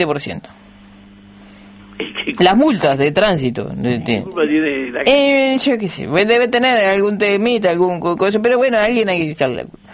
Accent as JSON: {"language": "Spanish", "region": "Durazno", "country": "Uruguay", "said": "yo soy de Durazno"}